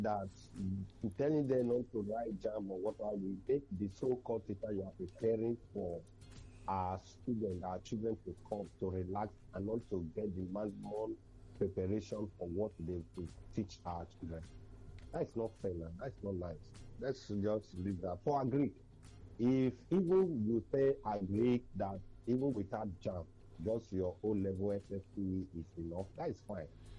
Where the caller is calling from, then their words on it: Ikeja, Lagos, Nigeria; I come from Ikeja.